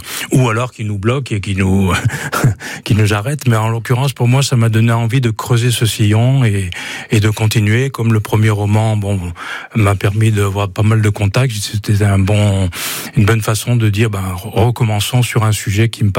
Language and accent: French; Lyon, Auvergne-Rhône-Alpes, France; Alors, moi, je suis originaire de Lyon, mais mon père est natif de Manza, dans les Combrailles. Et donc, je suis très attaché à la région par l'enfance.